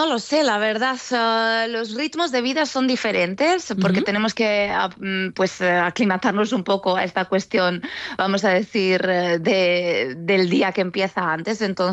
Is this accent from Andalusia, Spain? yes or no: no; Zaragoza, Aragon, Spain; a veces los grupos cuando se enteran que soy de Zaragoza me cantan alguna jota y me hacen llorar